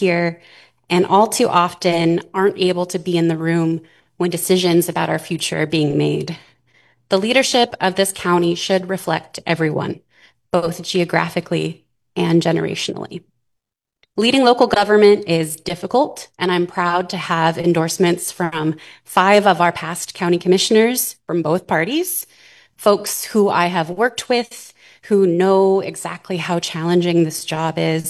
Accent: Discovery Bay, Washington, United States; now in Port Ludlow, United States; I grew up in Discovery Bay and attended local public schools from kindergarten through 12th grade. And in the past 40 years, 40 years. I've lived in all three districts of Jefferson County, and Port Ludlow's now my home.

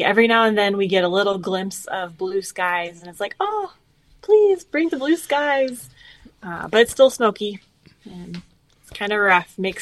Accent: West Chicago, Illinois, United States; moved away as an adult; now in Brewster, Washington, United States; I grew up in West Chicago, Illinois, and moved out to Washington back in 2013.

